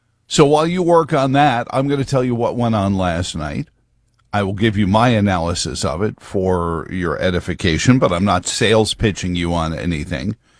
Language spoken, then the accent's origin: English; New York, United States; I grew up in New York, and our Congress and Senate representatives have been special almost